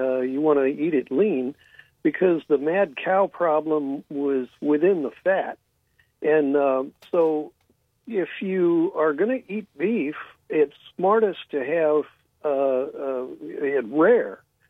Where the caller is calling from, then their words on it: San Francisco, California, United States; Oh, hey, Ron. Yeah, hey. I'm the guy from San Francisco.